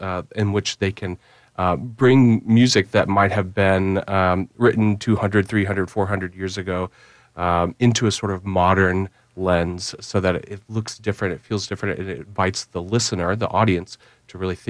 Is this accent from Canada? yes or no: no; Katy, Texas, United States; I grew up in Katy.